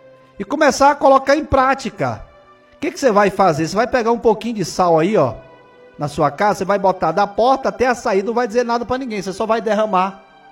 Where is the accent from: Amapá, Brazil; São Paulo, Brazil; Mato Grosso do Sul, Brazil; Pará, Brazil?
Pará, Brazil; Belém; Sou de Belém do Pará.